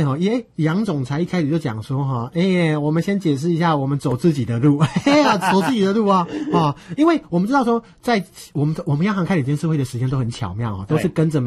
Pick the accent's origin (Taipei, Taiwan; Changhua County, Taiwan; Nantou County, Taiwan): Nantou County, Taiwan; 譬如说以我的家乡南投县来讲啊、哦嗯、南投县的建商你在跟银行借钱的时候